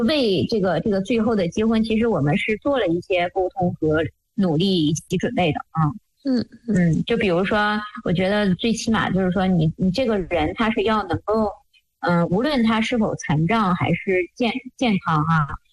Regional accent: Dalian, Liaoning, China; 因为我是东北人嘛，我是那个辽宁大连，

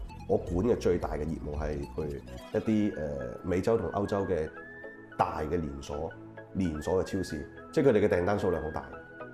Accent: Hong Kong; born there; 我喺香港出世嘅香港人。

